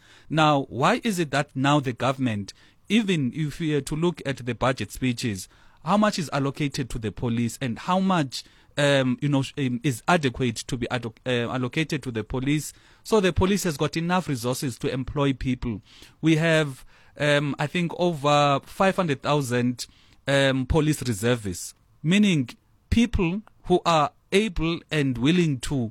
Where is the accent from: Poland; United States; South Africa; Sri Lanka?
South Africa; as South Africans